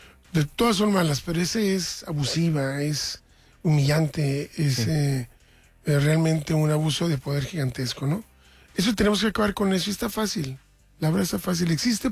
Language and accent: Spanish; Mexico